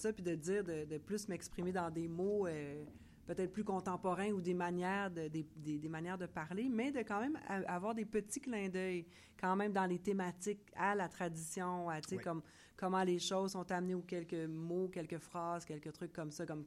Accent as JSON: {"language": "French", "region": "Quebec", "country": "Canada", "said": "on a donc bien un accent. Hey, on est québécois ou on est francophone."}